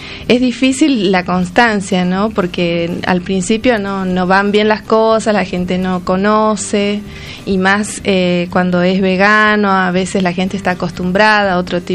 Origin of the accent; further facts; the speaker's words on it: Salta, Argentina; moved away; also born or lived in Tucumán; soy salteña